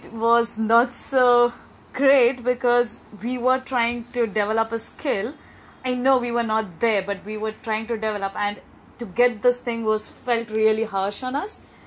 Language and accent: English; Mumbai, Maharashtra, India; In India, we first have to clear the exams for the state we belong to. So I came from Mumbai